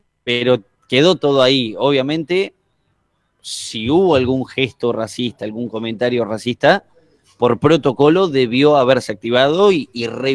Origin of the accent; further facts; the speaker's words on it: Argentina; Como argentino, lo digo